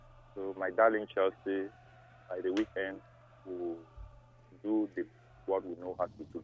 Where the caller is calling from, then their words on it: Ogun, Nigeria; calling from Ogun.